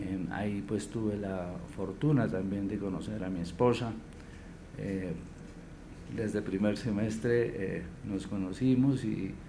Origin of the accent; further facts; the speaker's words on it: Pasto, Nariño, Colombia; accent: pastuso; now in Bogotá, Colombia; Yo soy pastuso